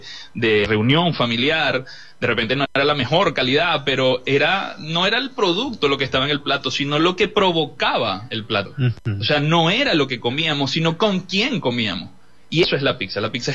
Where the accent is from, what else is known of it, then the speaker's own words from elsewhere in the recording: Peru; moved away as an adult; now in Venezuela; Una de las metas que me propuse desde que vine de Perú es llevar a Venezuela en el nivel de pizzería más arriba